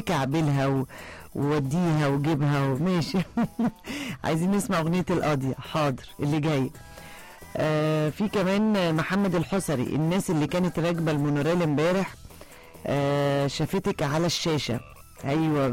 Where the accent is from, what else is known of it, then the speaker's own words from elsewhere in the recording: Egypt; هي دي مصر بلدنا, نفتخر ان احنا مصريين.